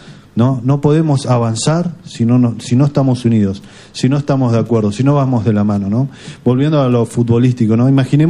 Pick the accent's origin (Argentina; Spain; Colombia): Argentina; tenemos esa alegría como argentinos